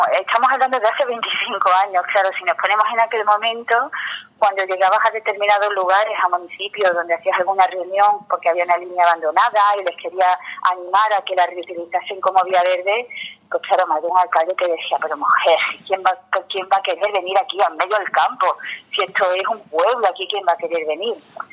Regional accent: Andalusia, Spain; Y lo digo con esa exageración que puedo permitirme como andaluza.

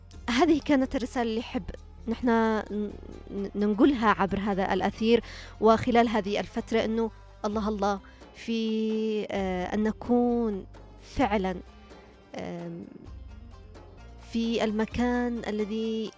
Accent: Yemen; تليق بنا كيمنيين

